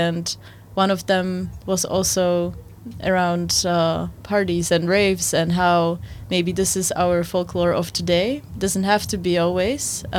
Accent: Bratislava, Bratislava Region, Slovakia; moved away as an adult; now in Netherlands; I grew up in Slovakia, born and raised there, in Bratislava.

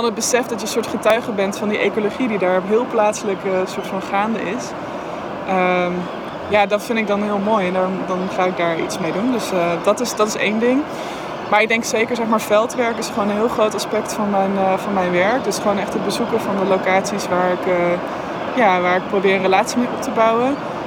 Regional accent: Netherlands; Ik als Nederlander

